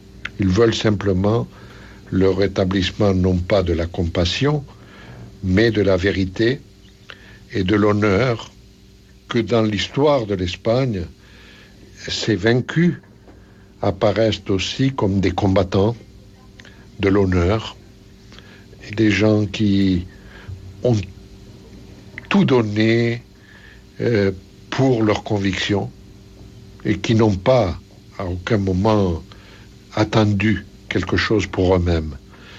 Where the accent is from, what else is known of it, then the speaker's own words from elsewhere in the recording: France; en tant que Français